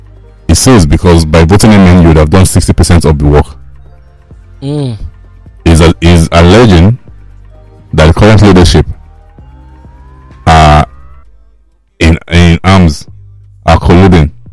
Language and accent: English; Nigeria; sometimes as a Nigerian